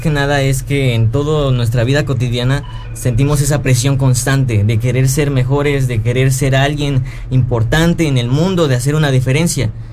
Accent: Mexico; lo que nos representa como mexicanos

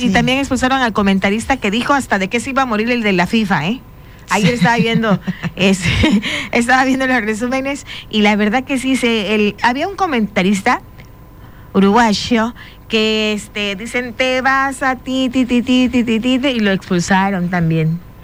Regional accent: Mexico; Soy mexicana

